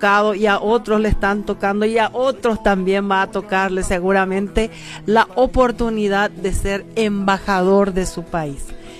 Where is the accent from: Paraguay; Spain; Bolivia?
Paraguay; Carapeguá, Paraguarí; soy de aquella de tierra del jazmín y del trabajo. Yo soy carapegüeña.